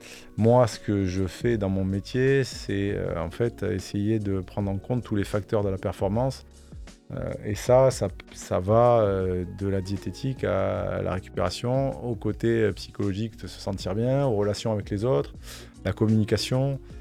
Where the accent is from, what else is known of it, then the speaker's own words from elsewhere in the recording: Occitanie, France; moi j'ai grandi vers Perpignan